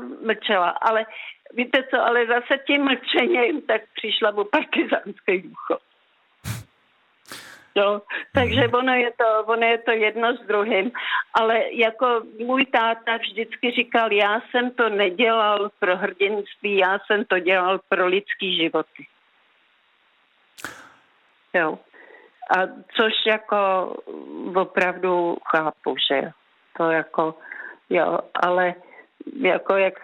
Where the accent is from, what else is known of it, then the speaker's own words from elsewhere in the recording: Skryje, Central Bohemian Region, Czechia; Ne, já pocházím ze Skrej